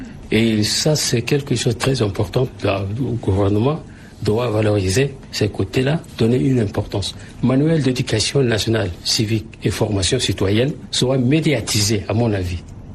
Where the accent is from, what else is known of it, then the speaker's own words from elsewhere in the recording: Bardaï, Tibesti, Chad; Moi, j'ai dit, moi, je suis Tchadien. Je suis de Bardaï, j'ai dit, moi, je suis Tchadien.